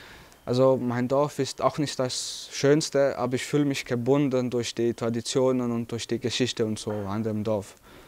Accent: Transylvania, Romania; accent: Transylvanian Saxon; wir sind eine sehr alte Minderheit. Also 1100 hergewandelt, also ziemlich alt.

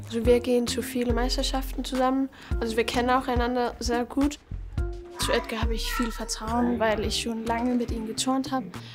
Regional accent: Schleswig-Holstein, Germany; first language Danish; German is a second language; Meine Muttersprache ist Dänisch und wenn ich auch hier an der Schule kam, da konnte ich kein Deutsch.

